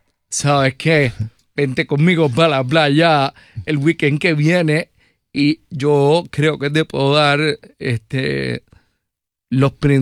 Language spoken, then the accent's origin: Spanish; Santurce, San Juan, Puerto Rico; born or raised there